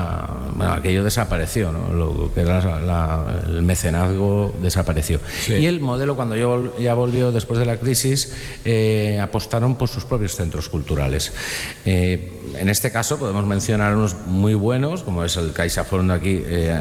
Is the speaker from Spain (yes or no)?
yes; Valencian Community, Spain